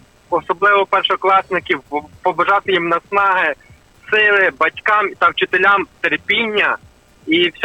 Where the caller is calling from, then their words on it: Ivano-Frankivsk, Ivano-Frankivsk Oblast, Ukraine; я з міста Івано-Франківськ.